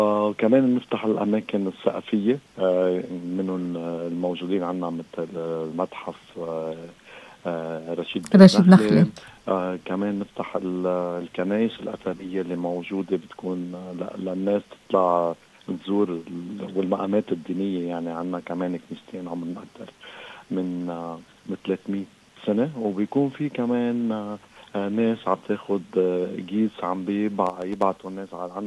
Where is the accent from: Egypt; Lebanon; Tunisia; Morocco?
Lebanon; Mount Lebanon; نحن لأننا منطقة عالية يعني نحن ضيعتنا بتصير حوالي 1200 ل 1400 متر علوة لأننا نحن ضيع عالي